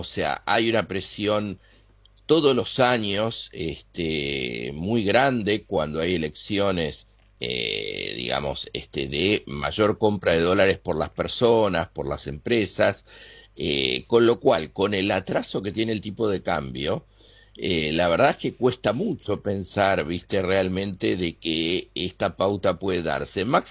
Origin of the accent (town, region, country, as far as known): Argentina